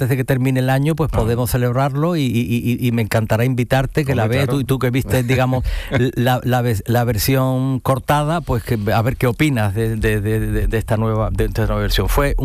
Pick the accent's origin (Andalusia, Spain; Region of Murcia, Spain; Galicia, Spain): Andalusia, Spain; Seville; born there; now in Madrid, Spain; Y he hecho aquí mi tierra, que es Andalucía, y que bueno, yo me vine muy muy muy niño, muy jovencito a Sevilla, y aquí he rodado mucho